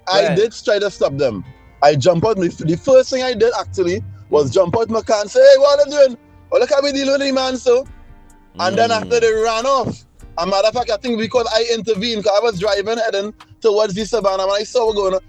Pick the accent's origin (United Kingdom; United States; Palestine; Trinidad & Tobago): Trinidad & Tobago; Sangre Grande; I come from old school, you know. I'm 57 years old on the 25th of May. I grew up in Sandy Grandy. I come from old school.